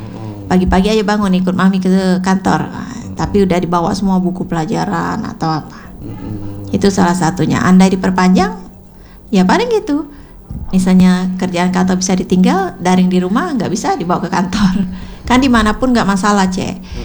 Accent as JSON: {"language": "Indonesian", "town": "Palembang", "region": "South Sumatra", "country": "Indonesia", "said": "Padahal kita orang Palembang ya."}